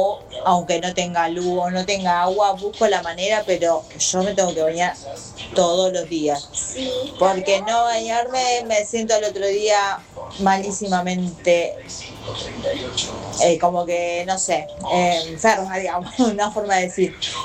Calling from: Monte Grande, Buenos Aires Province, Argentina; de Monte Grande

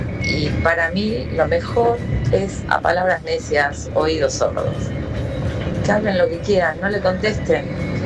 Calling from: Bella Vista, Buenos Aires Province, Argentina; de Bellavista.

